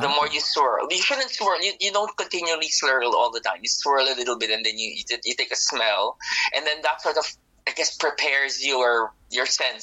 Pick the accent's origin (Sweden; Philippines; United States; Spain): Philippines; So for example, I'm originally from the Philippines. For me, tropical flavors are pineapple and mango, not necessarily passion fruit.